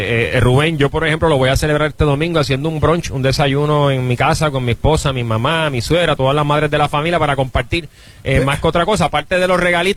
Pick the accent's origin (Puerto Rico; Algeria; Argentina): Puerto Rico; San Juan; De Puerto Nuevo, nacido y criado, así que sí, de esa área soy.